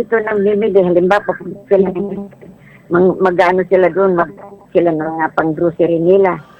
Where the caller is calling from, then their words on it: Maripipi, Eastern Visayas, Philippines; Sa bayan lang, sa bayan sa isla din. Isla rin yung bayan namin. Biliran Naval. Ano, Maripipi Liti.